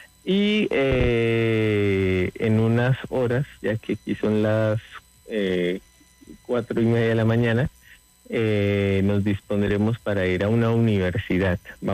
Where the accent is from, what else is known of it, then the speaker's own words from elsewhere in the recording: Boyacá, Colombia; nuestra identidad boyacense